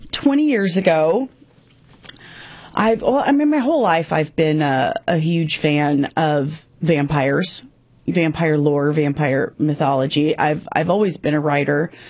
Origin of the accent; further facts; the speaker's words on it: Farmington, United States; So I grew up disabled, and obviously in a rural area. I grew up in Farmington